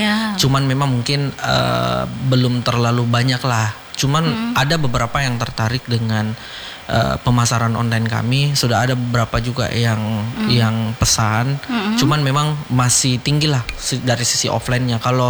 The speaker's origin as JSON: {"language": "Indonesian", "town": "Bulukumba", "region": "South Sulawesi", "country": "Indonesia", "said": "di kampung kami, khususnya di Bulukumba itu"}